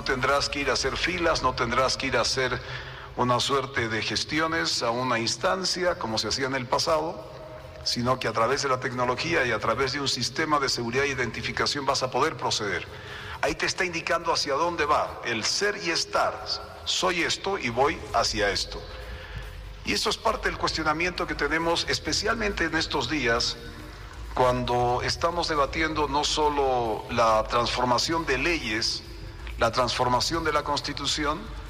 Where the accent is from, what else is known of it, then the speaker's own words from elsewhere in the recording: Bolivia; Como boliviano, ¿quién soy y hacia dónde voy?